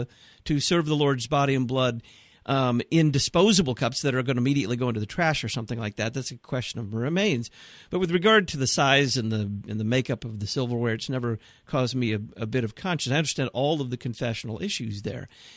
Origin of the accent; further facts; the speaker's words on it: Dallas, Texas, United States; moved away as an adult; also born or lived in Nebraska; I grew up in the Bible Belt in Dallas, Texas.